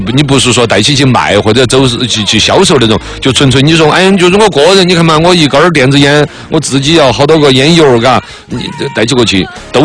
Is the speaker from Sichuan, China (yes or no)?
yes; Chengdu, Sichuan, China; 这个尤其我们成都人哈，因为我们成都的自来水水质在全国乃至于全世界绝对是排到 top 的顶尖的